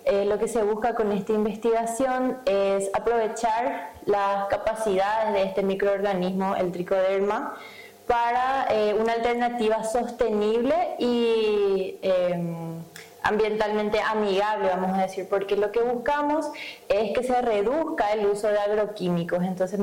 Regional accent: Encarnación, Itapúa, Paraguay; De Encarnación, de Encarnación.

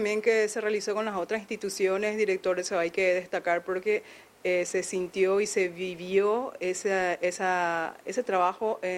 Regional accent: Paraguay; los que somos paraguayos, los que vivimos aquí

